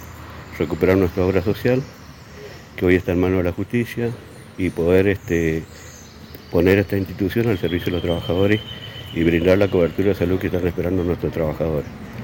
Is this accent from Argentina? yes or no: yes; Chaco, Argentina; Yo soy del Chaco